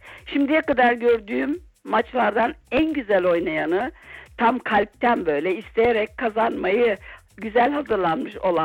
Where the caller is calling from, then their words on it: Bremen, Germany; Bremen'den arıyorum.